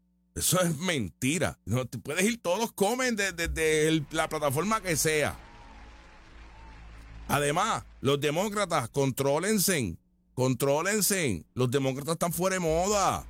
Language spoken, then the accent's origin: Spanish; Puerto Rico; Somos boricuas, no molinas.